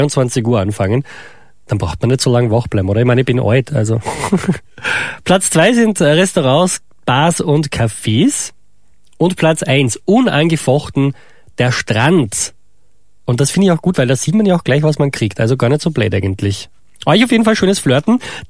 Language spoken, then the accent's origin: German; Austria; Bei uns in Österreich, also in meiner Heimat, sagt man das Restl-Schmusen.